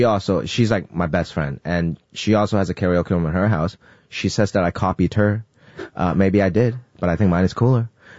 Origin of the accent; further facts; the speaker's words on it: Hong Kong; Cause I grew up in Hong Kong, and Hong Kong songs are like slow love songs.